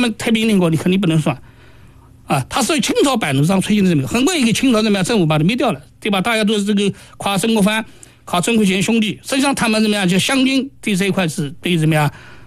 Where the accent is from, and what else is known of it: Nanjing, Jiangsu, China